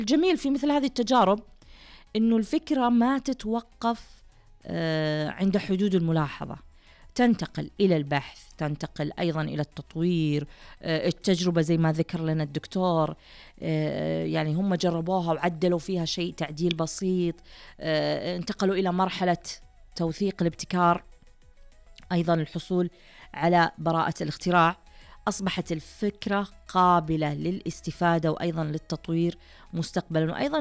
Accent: Saudi Arabia

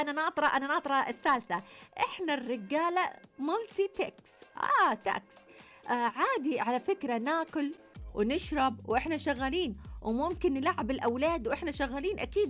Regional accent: Egypt; moved away; يعني انا مصري متغرب والحمد لله

